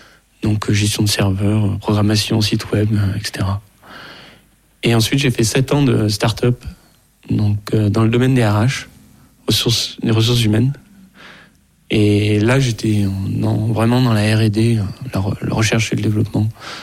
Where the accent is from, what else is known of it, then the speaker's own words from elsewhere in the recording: Auvergne-Rhône-Alpes, France; Eh ben oui, j'ai grandi en Ardèche